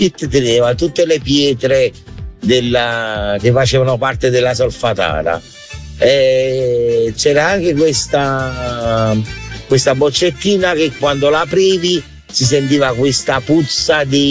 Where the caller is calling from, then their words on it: Naples, Campania, Italy; essendo napoletano